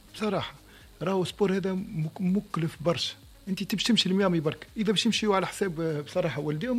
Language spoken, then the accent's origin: Arabic; Tunisia; احنا بالنسبة في تونس